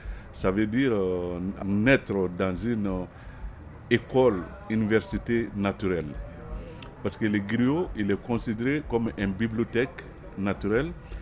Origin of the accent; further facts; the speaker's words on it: Bamako, Mali; born there; je suis né au Mali, à Bamako. Je suis né dans une grande famille griot.